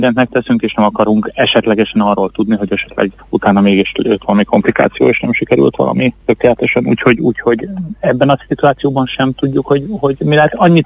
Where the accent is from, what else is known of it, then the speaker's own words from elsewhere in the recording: Debrecen, Hajdú-Bihar, Hungary; debreceniként pontosan ismerve a várost